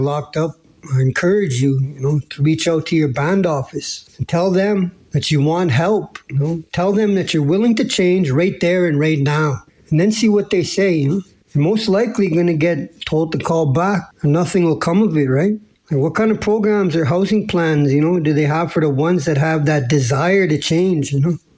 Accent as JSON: {"language": "English", "town": "Saskatoon", "region": "Saskatchewan", "country": "Canada", "said": "because I'm from Saskatoon, that Saskatoon does not have a drug treatment court"}